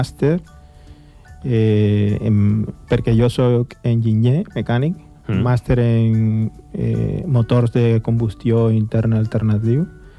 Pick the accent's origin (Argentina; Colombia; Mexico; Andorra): Colombia; Barranquilla, Atlántico; Catalan is a second language; moved away as an adult; also born or lived in Valencia; now in Calafell, Spain; soc colombià de Barranquilla.